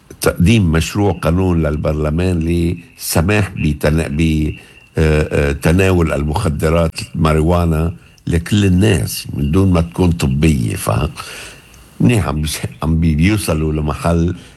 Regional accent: Lebanon; now in Australia; عندنا نحن بلبنان

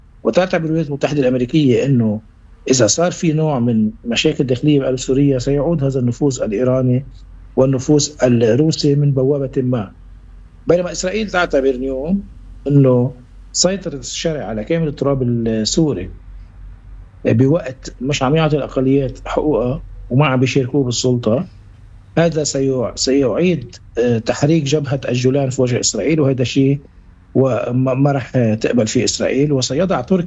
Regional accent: Lebanon; ونحن كمان كلبنانيين

